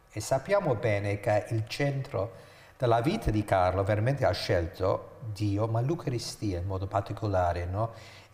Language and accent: Italian; India; come io sono indiano